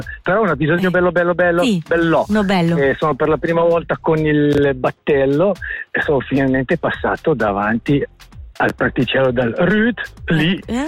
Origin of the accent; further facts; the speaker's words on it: Ascona, Ticino, Switzerland; born there; però sono nato a Ascona e per me era svizzero.